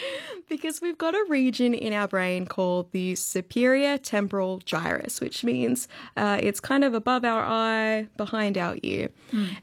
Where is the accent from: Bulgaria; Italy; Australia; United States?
Australia; Newcastle, New South Wales; I'm actually from Newey.